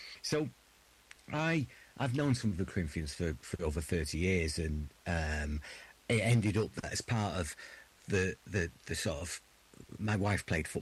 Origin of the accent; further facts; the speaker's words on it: Hyde, North West England, United Kingdom; also born or lived in Hattersley; And I'm, you know, I'm from Hyde originally and so on. But the stories are just remarkable. So I when I grew up, I lived on Hattersley. I spent the first sort of 18 years of my life living in Hattersley.